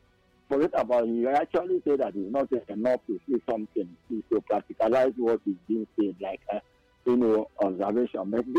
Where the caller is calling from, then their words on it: Abuja, Federal Capital Territory, Nigeria; I'm calling from Abuja and Crossing.